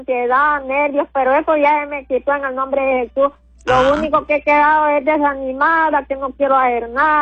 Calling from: San José de Comayagua, Comayagua, Honduras; De aquí, usted... de San José de Comayagua.

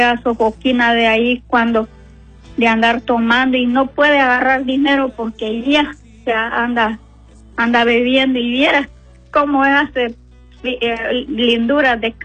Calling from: La Ceiba, Atlántida, Honduras; De Ceiba, Atlántida, hermano.

